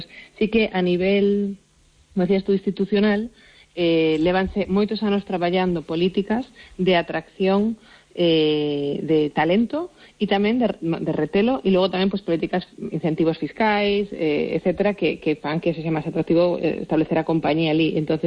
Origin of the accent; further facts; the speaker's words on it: Galicia, Spain; Pero a nivel galega, como galega falando, eu creo que é importante que consiguiéramos máis fondos ou máis capital galego invertindo nestas iniciativas.